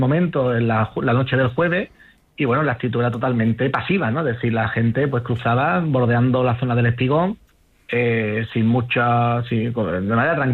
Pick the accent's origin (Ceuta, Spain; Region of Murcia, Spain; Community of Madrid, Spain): Ceuta, Spain; yo personalmente como ceutí, como español, pues muy decepcionado con el gobierno.